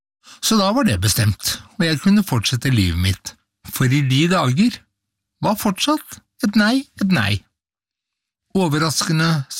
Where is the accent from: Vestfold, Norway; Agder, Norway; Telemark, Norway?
Vestfold, Norway; Horten; moved away as an adult; now in Oslo, Norway; da jeg kom fra Horten til hovedstaden på 70-tallet, da jeg hadde brutt ut av mitt første ekteskap